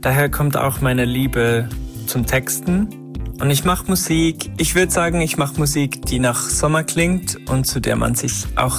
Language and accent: German; Bern, Switzerland; moved away as an adult; now in Zurich, Switzerland; ich bin ein Musiker aus der Schweiz und ich komme aus dem Berner Oberland, wohne aber jetzt schon seit 10 Jahren in Zürich.